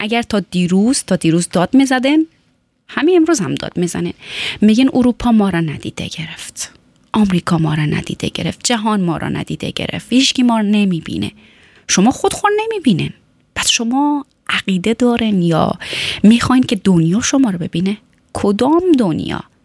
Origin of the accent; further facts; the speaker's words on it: Afghanistan; هیچ وقت نگفتیم که ما افغانستانی هستیم. ما شرق و غرب و شمال و جنوب نداریم.